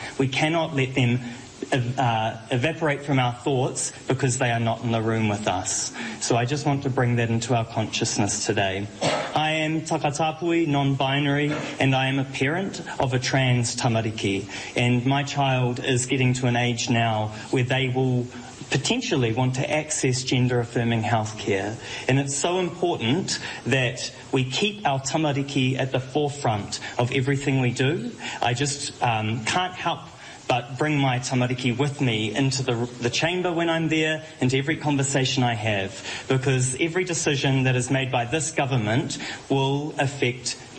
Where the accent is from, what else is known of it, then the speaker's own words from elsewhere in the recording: Northland, New Zealand; now in Hamilton, New Zealand; I hail from Te Taitokiro on my mother's side to Ngāpuhi, to Waikare, the Hokianga and Kaipohe on my father's side.